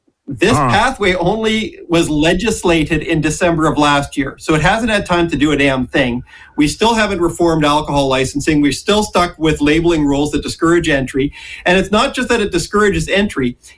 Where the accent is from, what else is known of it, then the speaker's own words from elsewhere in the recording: Canada; hey, I'm Canadian still, that food isn't all that confusing for a New Zealander.